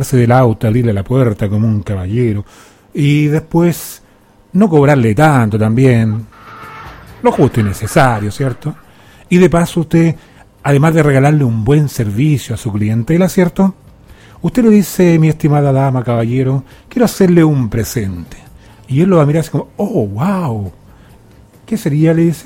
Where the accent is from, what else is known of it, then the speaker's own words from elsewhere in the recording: Chile; así somos los chilenos.